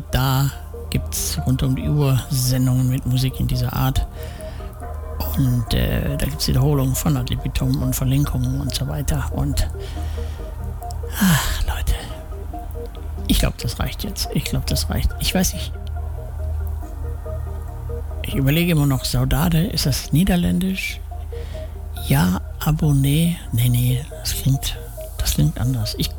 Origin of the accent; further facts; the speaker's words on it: Gladbeck, North Rhine-Westphalia, Germany; als ich jetzt die Tage durch meine Heimatort Gladbeck gewandert bin